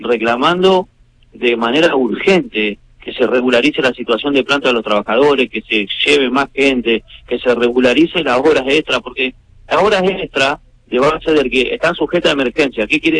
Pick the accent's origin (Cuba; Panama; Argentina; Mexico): Argentina; Santa Fe